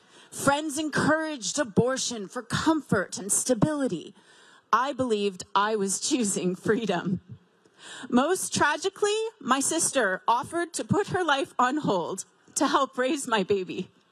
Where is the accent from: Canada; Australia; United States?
Canada; London, Ontario; I was raised in London, Ontario